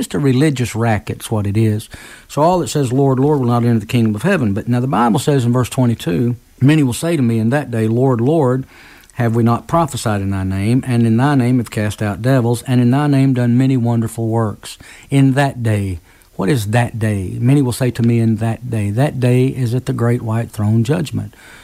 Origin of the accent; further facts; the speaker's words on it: Tennessee, United States; now in Milton, Florida, United States; I grew up in Tennessee